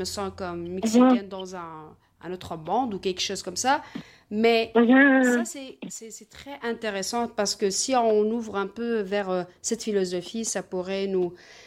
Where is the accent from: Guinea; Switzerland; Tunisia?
Tunisia; now in Montreal, Canada